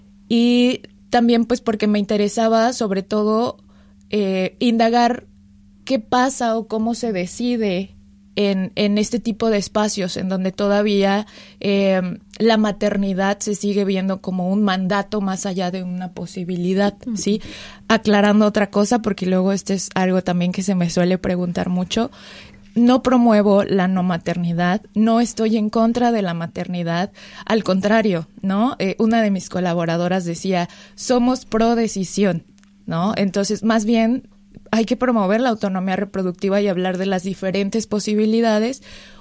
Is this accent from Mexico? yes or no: yes; San Luis Potosí, Mexico; Vengo de el país de México, de una ciudad que se encuentra al centro del país, San Luis Potosí, capital. Es una ciudad, para dar contexto, que está a 5 horas de la Ciudad de México, que es la capital del país.